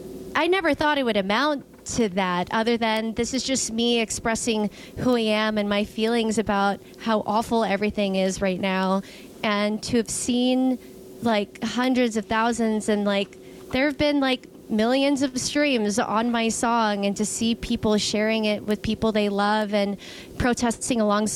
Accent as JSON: {"language": "English", "country": "United States", "tie": "born or raised there", "said": "we growing up in America"}